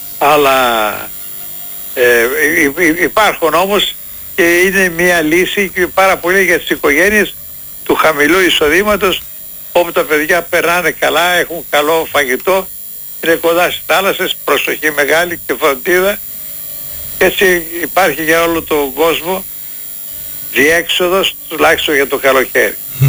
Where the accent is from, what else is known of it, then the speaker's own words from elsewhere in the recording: Athens, Attica, Greece; Σε εξοχή μεγαλώσαμε σχεδόν στην Αθήνα, σε προάστια που μέναμε.